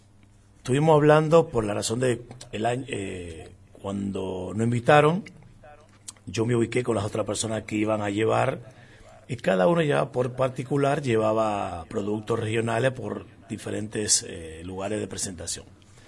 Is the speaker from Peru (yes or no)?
no; Dominican Republic; moved away as an adult; now in Formosa, Argentina; soy de República Dominicana. Ya hace muchos años que estoy acá en el país.